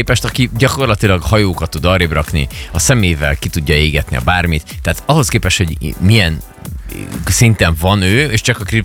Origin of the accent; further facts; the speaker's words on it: Hungary; mi magyarok vagyunk